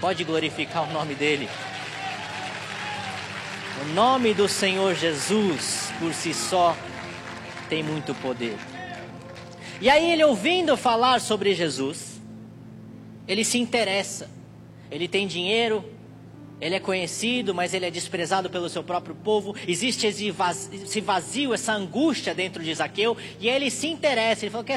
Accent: Brazil

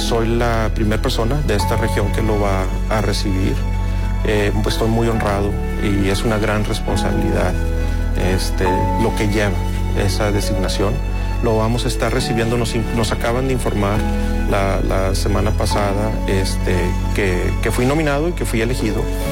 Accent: Zaragoza, Coahuila, Mexico; Pero yo soy originario de Zaragoza, Coahuila. Ahí fui criado. Mi familia es de allí. Tenemos nuestras bases muy sólidas y arraigadas en Zaragoza.

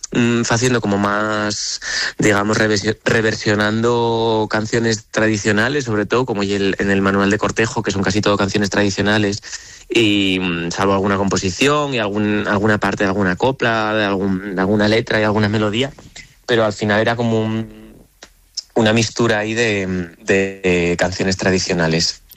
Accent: Oviedo, Asturias, Spain; yo soy de Ubieu

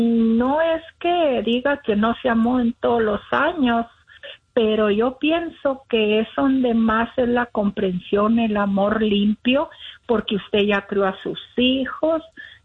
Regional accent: Chihuahua, Mexico; also born or lived in Los Angeles; now in Denver, United States

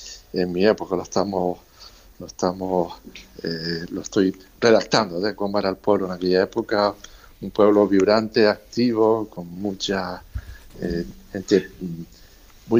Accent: Spain; a mi pueblo de Terós, que es el pueblo de toda la vida. Yo sigo empadronado en mi pueblo, tenemos una casa familiar y soy vecino del pueblo

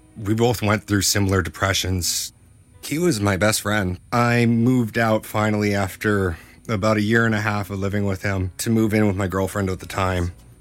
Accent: Burnaby, British Columbia, Canada; also born or lived in Surrey; I grew up in Burnaby, BC, outside of New Westminster. It's near Vancouver. It's all the same area. Then I moved to Surrey.

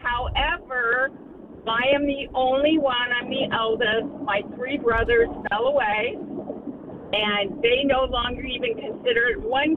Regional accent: Canada; now in Orange County, United States; We're Canadian

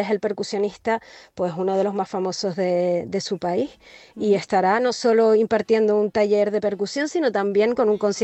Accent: Santa Cruz de Tenerife, Canary Islands, Spain; soy chicharrera

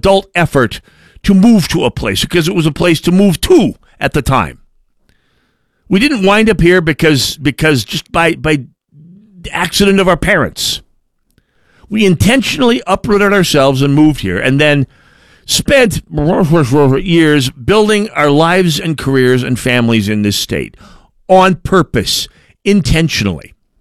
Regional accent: Minnesota, United States; born there; never mind the fact that I was born in Minnesota

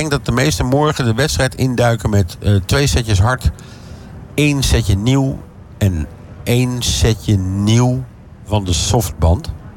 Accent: Netherlands

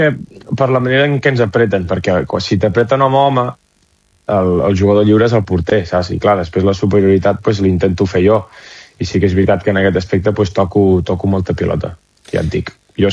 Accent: Vic, Catalonia, Spain; Pam, és normal, jo soc de Vic, què vols, fill meu?

